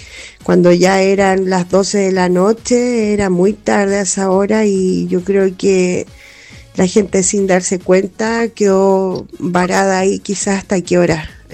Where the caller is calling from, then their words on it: San Vicente de Tagua Tagua, O'Higgins, Chile; yo soy de la Avenida del Cristo.